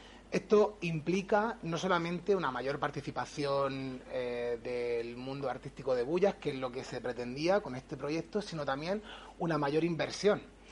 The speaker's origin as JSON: {"language": "Spanish", "town": "Bullas", "region": "Region of Murcia", "country": "Spain", "said": "nos ha hecho sentirnos orgullosos de los que somos de aquí de Bullas, de nuestro pueblo, ¿no? De que sea un pueblo que haya apostado tanto por la cultura desde los inicios de la democracia."}